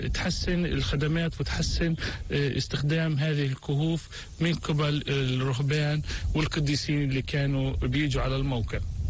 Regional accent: Palestine; وإحنا كفلسطينيين

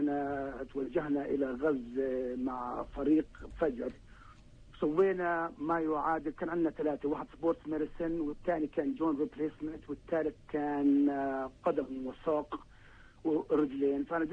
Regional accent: Palestine; now in United States; أنا كإنسان كفلسطيني

